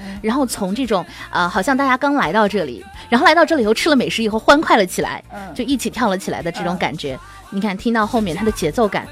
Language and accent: Chinese; Shihezi, Xinjiang, China; 他在石河子，他在我的家乡，他在石河子